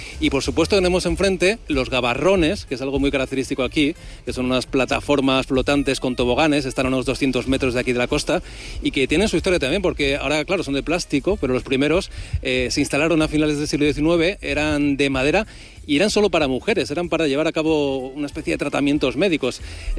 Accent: Ávila, Castile and León, Spain; also born or lived in Madrid; now in San Sebastián, Spain; o sea, yo soy de Ávila, he vivido muchos años en Madrid, y claro, vine aquí

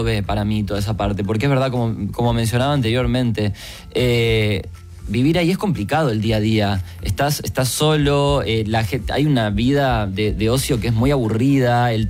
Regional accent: Uruguay; moved away as an adult; now in Spain; yo soy un inmigrante de Uruguay

